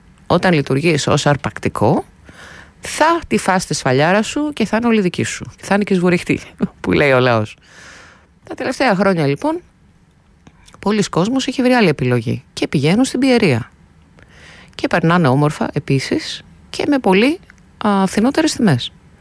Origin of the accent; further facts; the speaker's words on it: Central Macedonia, Greece; moved away; με την πατρίδα μου, τη Χαλκιδική